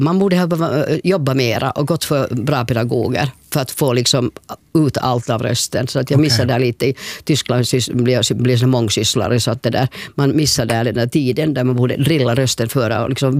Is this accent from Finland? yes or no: yes; Helsinki, Uusimaa, Finland; born there; och så sprang jag hem till Kronohagen, till Manishgatan